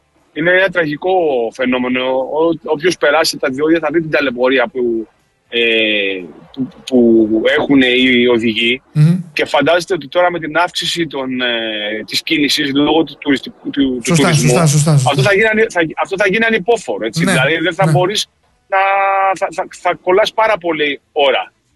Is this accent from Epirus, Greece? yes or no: yes; Preveza, Epirus, Greece; Εγώ είμαι από την Πρέβεζα. Ναι. Δεν προέρχομαι από άλλη περιφέρεια. Πρεβεζάνος είμαι.